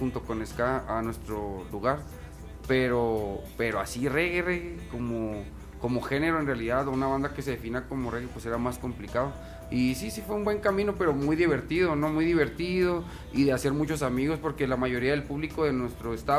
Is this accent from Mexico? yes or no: yes; northern Mexico, Mexico; nosotros estamos en lo mero, mero arriba así de México